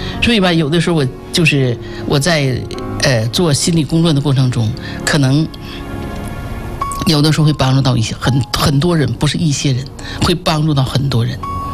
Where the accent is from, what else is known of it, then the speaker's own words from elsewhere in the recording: Jinzhou, Liaoning, China; born there; 我就生在锦州嘛哈，那是那儿叫南大坝。